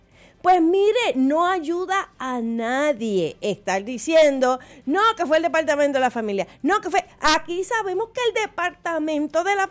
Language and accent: Spanish; Puerto Rico; Puerto Rico es un país con una mentalidad paternalista.